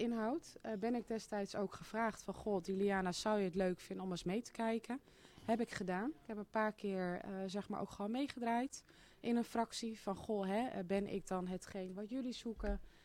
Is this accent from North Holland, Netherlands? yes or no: yes; Huizen, North Holland, Netherlands; born there; moved away as an adult; now in Hierden, Netherlands; Ik kom uit Huizen. Huizen? Ja, daar ben ik geboren.